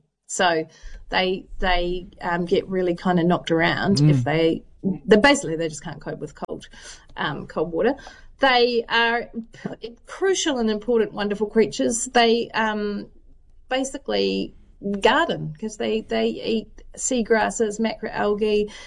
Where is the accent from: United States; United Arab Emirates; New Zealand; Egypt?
New Zealand; Southland; I'm from Southland and therefore not a vegetarian.